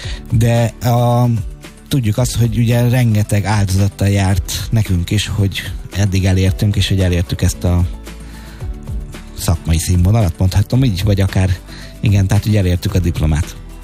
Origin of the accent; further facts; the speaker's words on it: Hungary; Tehát én büszke vagyok arra, hogy magyar vagyok, büszke vagyok arra, hogy hegedűművész vagyok, és hogy itt vagyok a világ másik végén